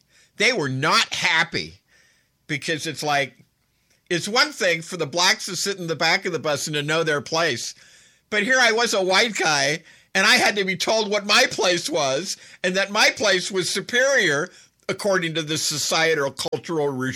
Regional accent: New York, United States; I'm from the Northeast. I'm from New York. We don't have such backwards types of things there.

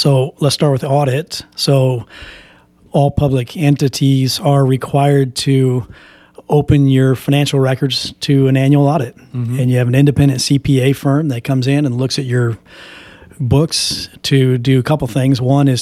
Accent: Yucaipa, California, United States; I'm born and raised in Yucaipa, married to my wife, Sydney, 42 years, and four adult children.

